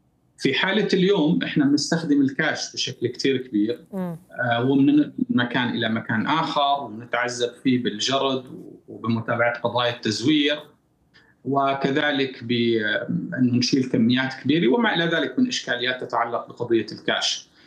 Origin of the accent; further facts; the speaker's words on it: Syria; فاذا نحن محتاجين اشياء من قبلنا نفسنا كسوريين